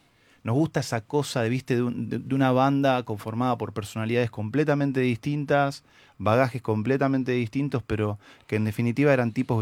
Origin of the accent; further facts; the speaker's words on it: Buenos Aires Province, Argentina; nosotros somos de Oestelandia